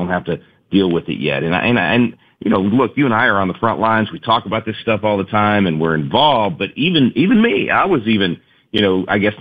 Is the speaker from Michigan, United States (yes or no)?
no; Texas, United States; even when it was in my own state, frankly, where I grew up in the Dallas-Fort Worth area, my old high school is one of the ones that's been highlighted